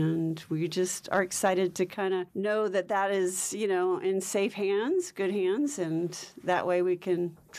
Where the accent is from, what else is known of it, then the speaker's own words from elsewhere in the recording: Pleasanton, California, United States; I'm from Pleasanton, California.